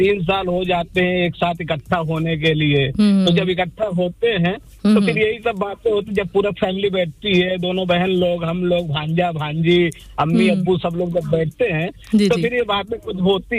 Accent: Uttar Pradesh, India; हमारा ताल्लुक इंडिया से है।

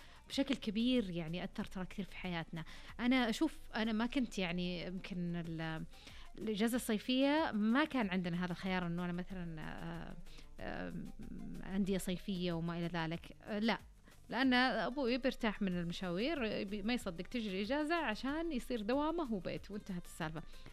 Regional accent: Saudi Arabia; لما انطلق خدمة الإنترنت عندنا في السعودية

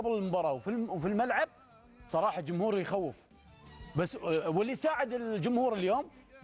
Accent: Qatar; عندنا في قطر

